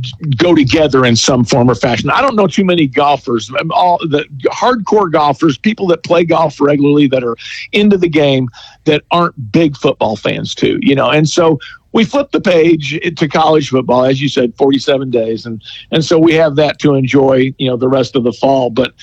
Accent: United States; I'm an American

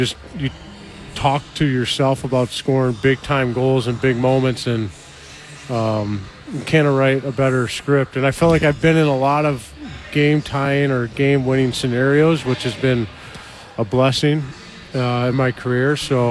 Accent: St. Louis, Missouri, United States; being in my hometown.

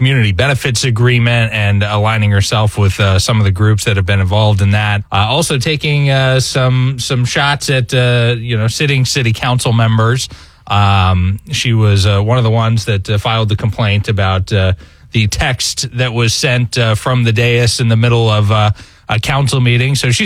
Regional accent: Florida, United States; I'm from Clay County. It's a pretty conservative area.

